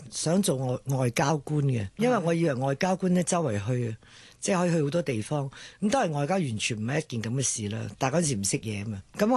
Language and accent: Cantonese; Hong Kong; born there; 我哋屋企係上海嚟嘅，即係我喺香港出世，但我屋企本來喺上海做廠，因為咁當其時嚟香港亦都開廠